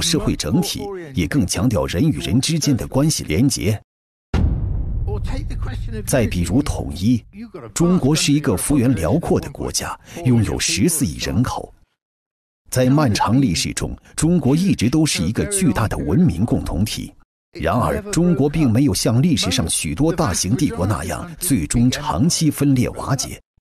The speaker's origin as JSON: {"language": "Chinese", "country": "United Kingdom", "said": "作为一名英国人，我深知西方人很难理解中国。"}